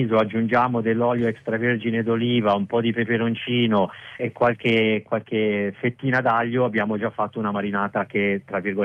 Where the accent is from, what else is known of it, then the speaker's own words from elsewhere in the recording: Milan, Lombardy, Italy; born there; io sono nato a Milano